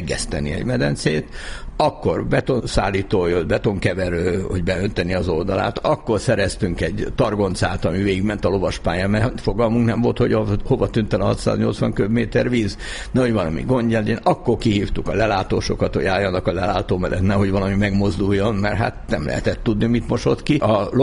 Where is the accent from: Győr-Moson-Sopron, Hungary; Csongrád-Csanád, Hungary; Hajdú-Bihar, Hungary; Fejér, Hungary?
Fejér, Hungary; Agárd; also born or lived in Budapest; Igen, hát én 4 éves voltam, amikor Zuglóból oda költöztünk, mert államosított édesapám pékségét, és lementünk az agárdi házunkba.